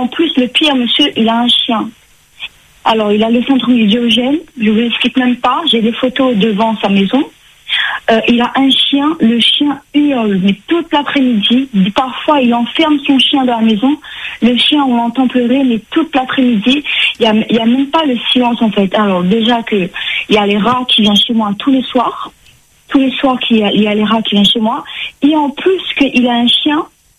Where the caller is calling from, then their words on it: L'Étang-Salé, Réunion; moi j'habite à l'Étang-Salé.